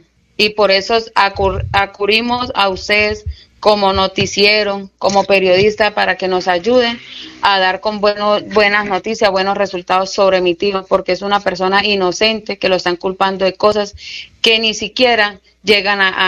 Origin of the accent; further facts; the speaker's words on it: Cúcuta, Norte de Santander, Colombia; de la persona que están acusando como financiero del ELN. Pues me acudo a estos recursos para que se haga justicia, para que el coronel de nuestra ciudad de Cúcuta tome bien las medidas